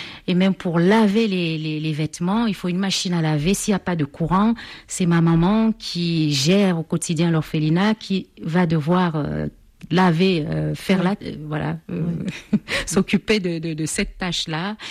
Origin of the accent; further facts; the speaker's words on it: Cameroon; retour aux sources, il y a de cela 15 ans, au Cameroun, dans mon pays d'origine.